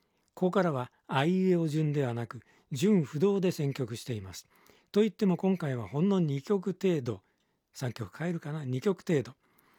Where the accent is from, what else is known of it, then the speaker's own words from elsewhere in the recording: Tochigi, Japan; 私と同じ栃木県出身であります。